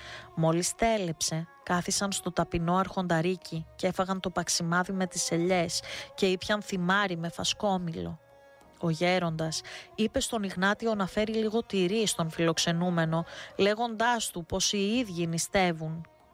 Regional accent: Istanbul, Turkey; Ορφάνεψα από μικρός Κι έτσι με ανέλαβε ο θείος μου, ο καθηγητής, και μεγάλωσα στην Κωνσταντινούπολη.

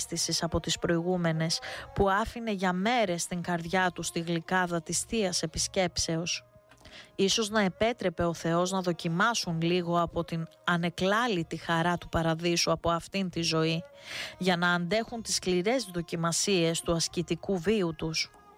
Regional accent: Istanbul, Turkey; Ορφάνεψα από μικρός Κι έτσι με ανέλαβε ο θείος μου, ο καθηγητής, και μεγάλωσα στην Κωνσταντινούπολη.

